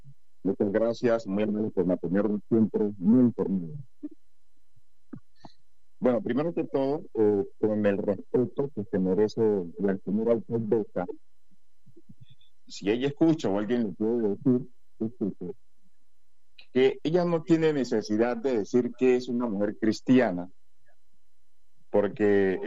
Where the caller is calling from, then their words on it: Buenaventura, Valle del Cauca, Colombia; a la gente de Buenaventura, a mi junta, a mi pueblo.